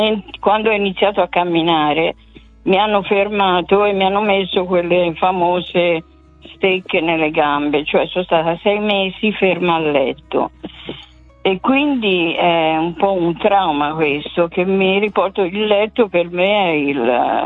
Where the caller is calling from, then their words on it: Piombino, Tuscany, Italy; io non sono mica da Milano, sono da Piombino.